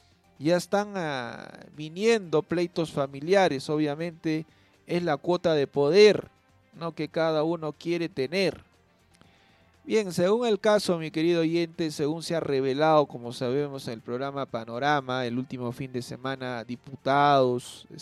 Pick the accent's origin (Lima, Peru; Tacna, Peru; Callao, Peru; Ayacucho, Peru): Ayacucho, Peru; como paisanos que somos, como buenos ayacuchanos, huamanguinos de corazón